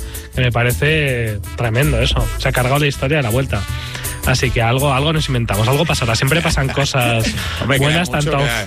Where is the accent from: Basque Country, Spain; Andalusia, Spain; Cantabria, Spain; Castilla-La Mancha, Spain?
Castilla-La Mancha, Spain; now in Madrid, Spain; Es verdad que vengo de Castilla-La Mancha, del pueblo, pero bueno, lloviendo y tremendo todo.